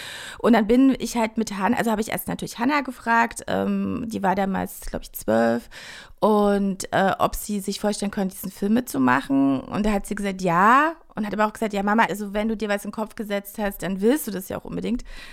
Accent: Germany; also weil wir sind halt eine binationale Ehe, also ne, mein Mann kommt eben aus Korea, ich komme aus Deutschland

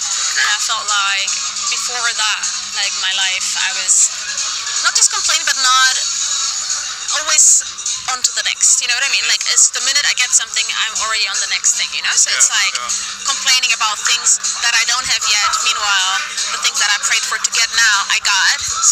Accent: Germany; So, I mean, I feel like my parents are from Ethiopia, and I grew up quite poor in Germany, like, not in a sense of poorness, but, like

